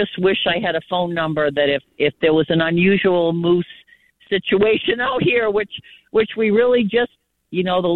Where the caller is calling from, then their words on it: Hancock County, Maine, United States; we've been out here in Township 32 for 52 years